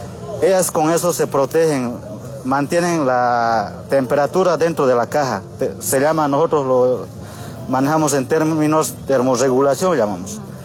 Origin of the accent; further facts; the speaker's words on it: Vigarzama, Cochabamba, Bolivia; somos de Vigarzama, representando a Federación Quinta, de Azuapit Quinta, Carrasco Tropical, ¿no?